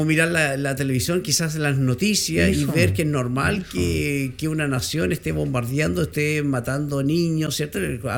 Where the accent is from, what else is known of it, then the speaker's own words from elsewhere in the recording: Chile; todos nos sentimos como todos somos rotos chilenos.